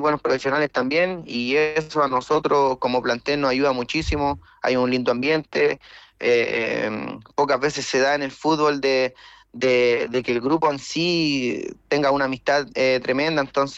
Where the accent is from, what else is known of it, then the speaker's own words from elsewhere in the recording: Quillota, Valparaíso, Chile; sí, soy de Quillota.